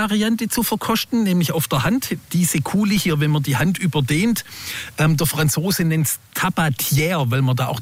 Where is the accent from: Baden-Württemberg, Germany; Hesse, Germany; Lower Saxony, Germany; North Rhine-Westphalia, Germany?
Baden-Württemberg, Germany; Ich bin im Streuobstgürtel Vorderschwäbischen Alb groß geworden. Also als Kind bin ich durch die Wacholderheiden, Streuobstwiesen und Hecken meiner Heimat gestreift.